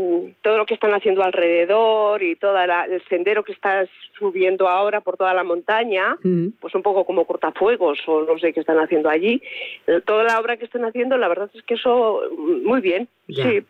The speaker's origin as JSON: {"language": "Spanish", "town": "Zamora", "region": "Castile and León", "country": "Spain", "said": "Si nosotros somos de Zamora, pues porque nos tienen"}